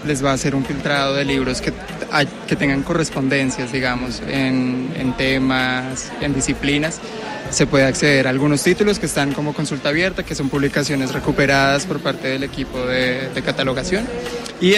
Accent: Bogotá, Colombia; yo soy de Bogotá

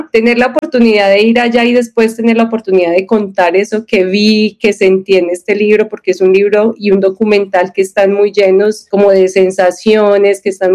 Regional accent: Colombia

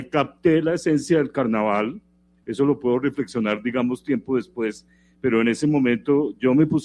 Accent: Bogotá, Colombia; Yo soy como bogotano, ¿no? Y digamos también tímido. Y en esa época era mucho más tímido y mucho más bogotano también.

